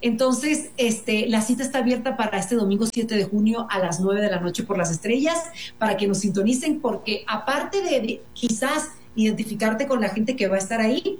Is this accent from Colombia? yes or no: no; Chihuahua, Mexico; born there; Yo nací en Chihuahua, o sea, venga para acá.